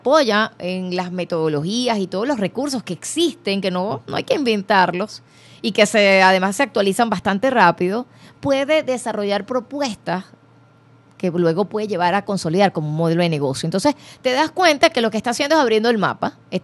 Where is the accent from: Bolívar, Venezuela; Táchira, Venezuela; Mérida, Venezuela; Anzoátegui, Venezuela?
Bolívar, Venezuela; Ciudad Bolívar; yo soy del estado Bolívar, soy, nací en Ciudad Bolívar